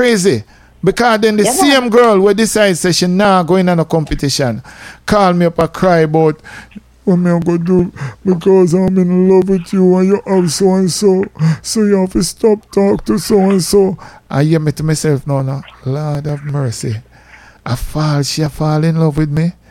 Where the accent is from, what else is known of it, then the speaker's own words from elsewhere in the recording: Saint Mary Parish, Jamaica; So I say I'm from St. Mary. She said, but how me not know you? Me should not where? So I say I'm from Dean Pen.